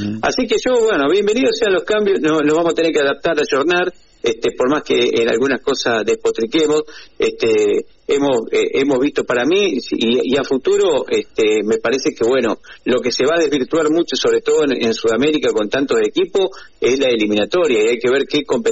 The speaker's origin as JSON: {"language": "Spanish", "town": "Paraná", "region": "Entre Ríos", "country": "Argentina", "said": "parece que somos más argentinos que paranaenses acá. Yo, bueno, me considero paranaense"}